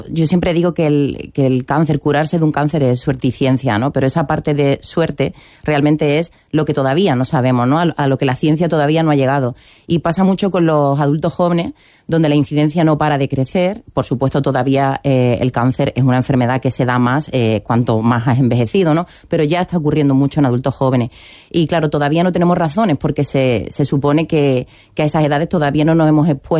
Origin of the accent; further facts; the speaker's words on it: Algeciras, Andalusia, Spain; moved away; venir aquí a mi tierra